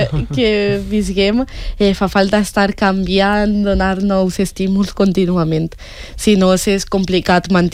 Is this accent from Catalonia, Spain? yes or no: no; Gavarda, Valencian Community, Spain; a Gavarda, al meu poble.